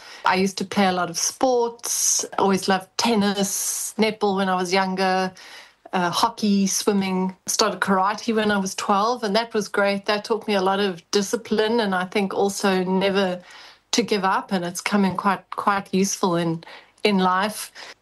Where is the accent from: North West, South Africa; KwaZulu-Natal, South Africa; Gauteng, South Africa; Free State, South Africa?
Gauteng, South Africa; Johannesburg; now in Kangaroo Island, Australia; So I was born in Johannesburg and grew up there.